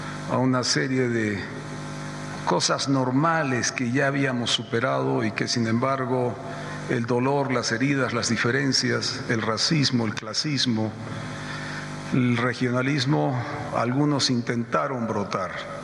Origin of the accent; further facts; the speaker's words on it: Bolivia; pero también como boliviano, pude identificar es cuál es el destino de la paz, cuál es la visión, cuál es la ruta crítica de construcción de la paz como departamento